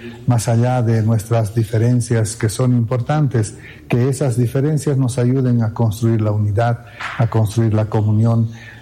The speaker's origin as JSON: {"language": "Spanish", "country": "Bolivia", "said": "para que todos los bolivianos podamos vivir con dignidad y con respeto."}